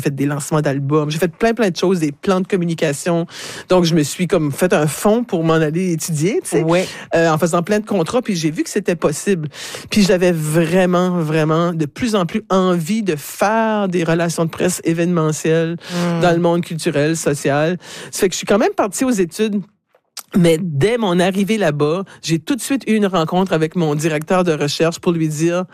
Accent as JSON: {"language": "French", "town": "Moncton", "region": "New Brunswick", "country": "Canada", "said": "Ça fait que je suis revenue chez moi à Moncton. Je vivais à Dieppe à ce moment-là. Donc, je suis revenue à Dieppe en juillet 2001, en fait."}